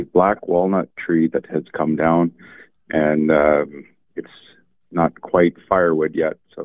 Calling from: Manitoba, Canada; Roswell area.

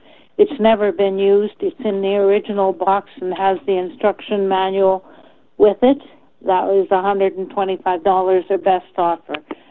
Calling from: Winnipeg, Manitoba, Canada; Calling from South Winnipeg.

